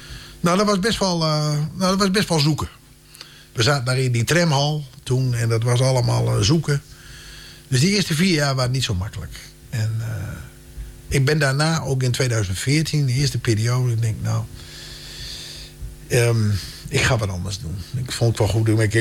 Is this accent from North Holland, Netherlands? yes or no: no; Westerwolde, Groningen, Netherlands; ik kwam natuurlijk uit Vesterwolde.